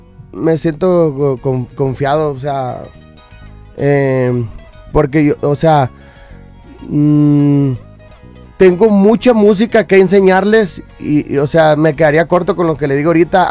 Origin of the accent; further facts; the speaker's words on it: Culiacán, Sinaloa, Mexico; now in Guadalajara, Mexico; Soy culichi.